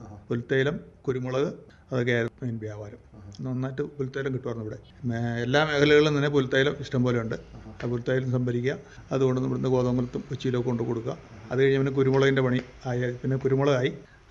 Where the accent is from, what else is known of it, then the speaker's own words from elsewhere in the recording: Rajakumari, Kerala, India; also born or lived in Kothamangalam; ഞങ്ങൾ രാജകുമാരിയിലേക്ക് കുടിയേറി വന്നതാണ്. ഞങ്ങൾ കോതമംഗലം ഭാഗത്തു നിന്ന് വന്നതായിരുന്നു.